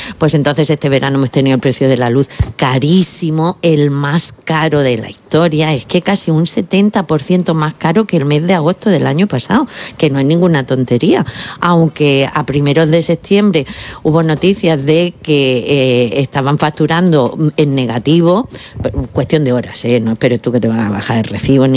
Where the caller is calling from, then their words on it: Cieza, Region of Murcia, Spain; soy de Cieza, que también saludo, aprovecho para saludar a mis paisanos.